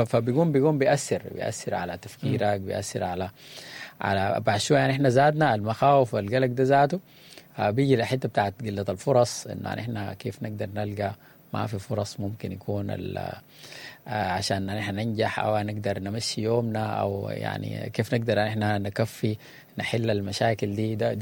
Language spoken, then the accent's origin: Arabic; Sudan; إحنا كشعب سوداني